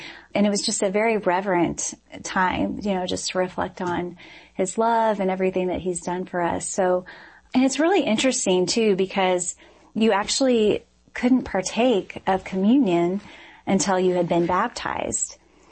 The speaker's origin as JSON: {"language": "English", "town": "Springfield", "region": "Missouri", "country": "United States", "tie": "born or raised there", "said": "I grew up in Springfield, Missouri."}